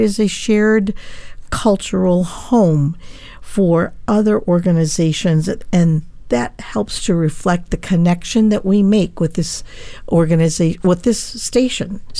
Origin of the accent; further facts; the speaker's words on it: South Euclid, Ohio, United States; South Euclid, my hometown